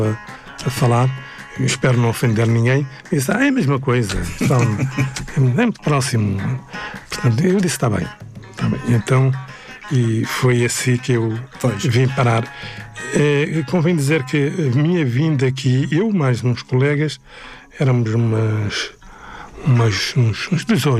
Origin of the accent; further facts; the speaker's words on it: Nouakchott, Mauritania; O choque foi grande, porque Paris era muito diferente do sítio onde eu vinha. Embora eu vinha de uma cidade, de Nouakchott, né? Mas estava em Nouakchott na altura.